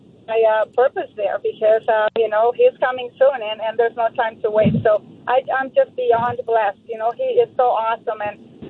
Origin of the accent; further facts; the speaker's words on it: El Salvador; moved away; whenever I tell them I'm from El Salvador